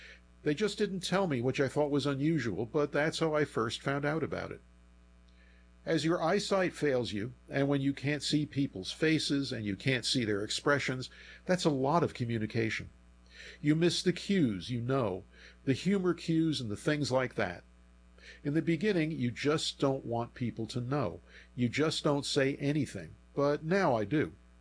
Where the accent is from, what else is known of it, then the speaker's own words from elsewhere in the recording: Kansas City, Missouri, United States; I'm from the Kansas City area.